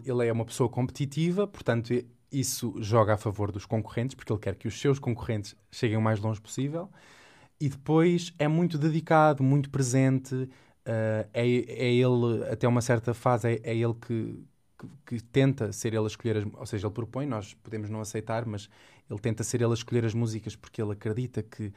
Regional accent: Figueira da Foz, Centro, Portugal; na Figueira da Foz, na minha terra

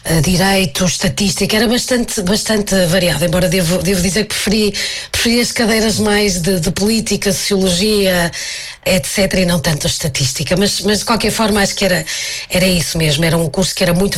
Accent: Norte, Portugal; moved away as an adult; now in Belgium; eu sou da zona do Porto

